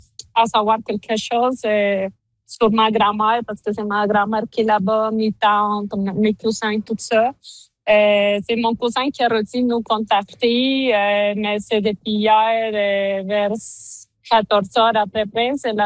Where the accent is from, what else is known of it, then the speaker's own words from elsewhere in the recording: Colombia; moved away; Ça fait 22 ans que je suis sortie de la Colombie.